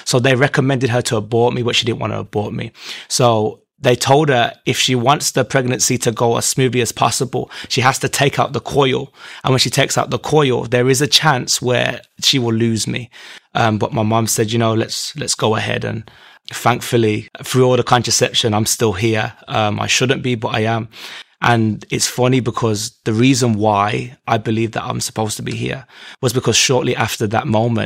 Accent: Birmingham, West Midlands, United Kingdom; I'm 24. I'm from Birmingham, England.

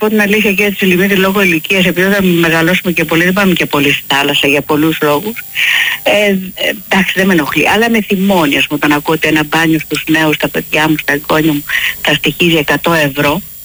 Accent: Argyroupoli, Attica, Greece; moved away; Ο μπάς μου ο συγχωρεμένος μας είχε κάνει σπίτι στην Αργυρούπολη. Το πατρικό μου είναι στην Αργυρούπολη. Βέβαια η Αργυρούπολη, επειδή έχω ζήσει από παιδάκια και όταν ήταν χωράφια ακόμη.

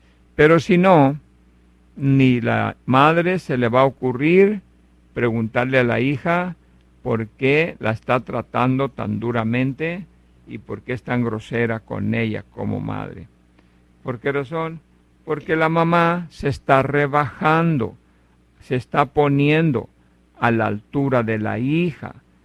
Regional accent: Mexico; para uno como mexicano

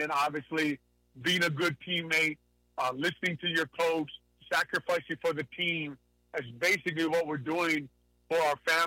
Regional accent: Hawaii, United States; moved away as an adult; I hadn't left the island a lot at that time. I grew up in Hawaii. I considered myself a real island boy at that time. I still consider myself an island boy

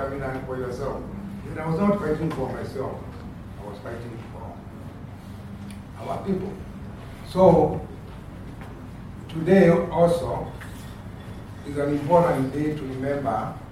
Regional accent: Murang'a County, Kenya; I come from Murang'a, the land of the Mau Mau, and the land of the freedom fighters also.

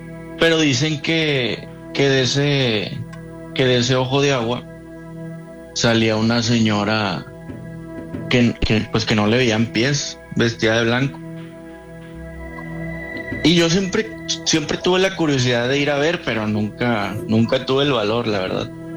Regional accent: San Nicolás de los Garza, Nuevo León, Mexico; now in Apodaca, Mexico; Soy de San Nicolás de los Garza, pero vivo en Apodaca, Nuevo León.

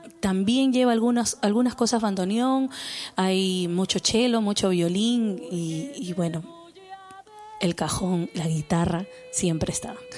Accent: Lima, Peru; tuve eso de la música criolla, esta de antaño también, que aprendí mucho por el barrio, porque yo soy nacida en Barrios Altos.

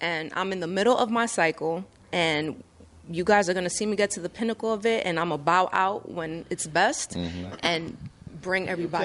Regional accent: New York City, New York, United States; but I was born and raised in New York between the Bronx and Dyckman.

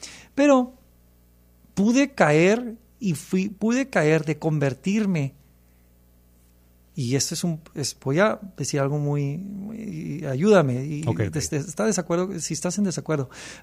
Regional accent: United States; una crisis de identidad que hemos tenido como americanos, como estadounidenses

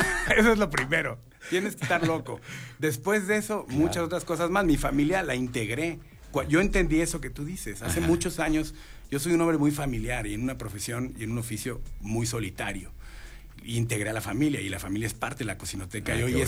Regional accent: Mexico City, Mexico; moved away as an adult; now in León, Mexico; yo decidí ser leonés por decisión propia. Me encanta León. León me ha dado mucho más de lo que mi ciudad natal, que fue la Ciudad de México, no la escogí, ahí me tocó. que lo que me ha dado a mí en 22 años que la habito

